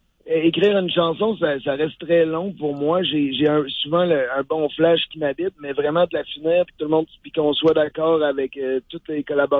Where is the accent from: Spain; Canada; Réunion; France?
Canada; Quebec City, Quebec; Moi, je viens de Québec, là. Fait que je jouais à Lévis sur le bord du fleuve.